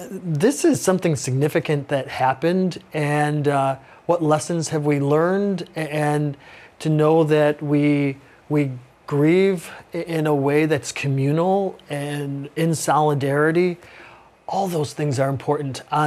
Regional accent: Chicago, Illinois, United States

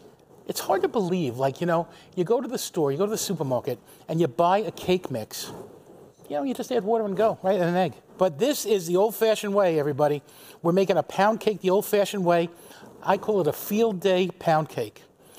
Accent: West Babylon, New York, United States; the community where I grew up in West Babylon was really a very Catholic community

